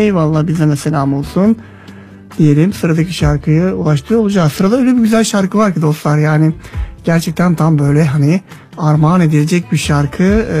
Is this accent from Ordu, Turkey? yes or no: yes; Ordu, Turkey; bizden de ordumuza, memleketime selam olsun diyelim.